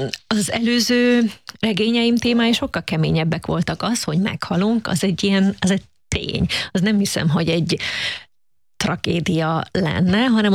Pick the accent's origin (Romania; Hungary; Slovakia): Slovakia; Šamorín, Trnava Region; Én felvidéki vagyok, egy kisvárosban származom, Csalóközből, Somorjáról